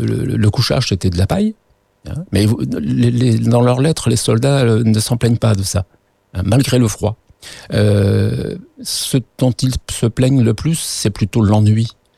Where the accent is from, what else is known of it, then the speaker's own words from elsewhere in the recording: Brittany, France; born there; je suis breton de naissance, et je suis toujours breton